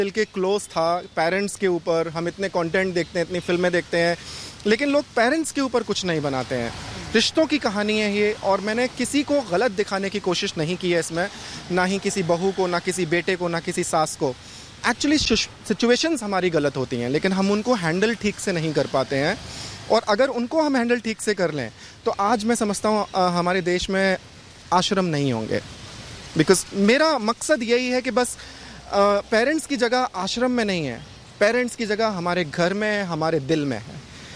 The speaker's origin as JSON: {"language": "Hindi", "town": "Agra", "region": "Uttar Pradesh", "country": "India", "said": "चूँकि मैं आगरा का हूँ, मैं आगरा से बिलोंग करता हूँ"}